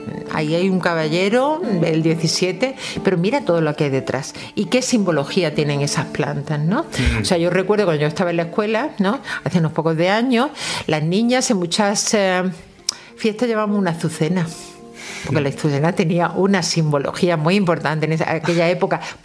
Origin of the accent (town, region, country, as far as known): Melilla, Spain; now in Granada, Spain